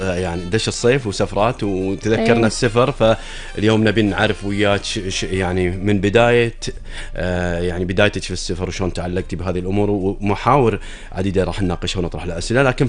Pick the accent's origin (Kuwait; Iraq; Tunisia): Kuwait; لكن الكويت مهما كانت درجات الحرارة فيها نحبها، بحرها، بلاهوبها، برطوبتها، أرضنا وديرتنا مالنا غنى عنها، نحبها مهما كانت.